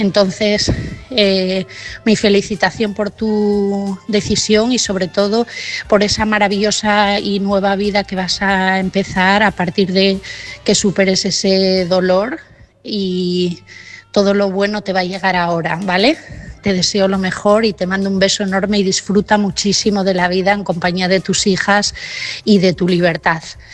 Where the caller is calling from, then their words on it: Asturias, Spain; de Asturias